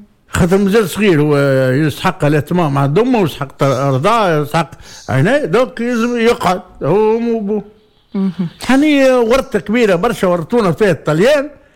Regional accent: Tunisia

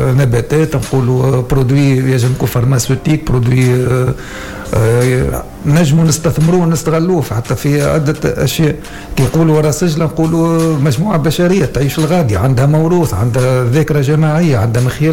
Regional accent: Tunisia

